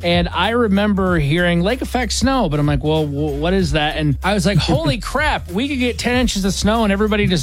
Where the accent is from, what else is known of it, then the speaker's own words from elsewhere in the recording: Howell, Michigan, United States; moved away as an adult; now in Grand Rapids, United States; I grew up originally in Howell, so like kind of in the middle of the state, like east of Lansing. And when I moved out to Grand Rapids for the first time, I think it was 2007.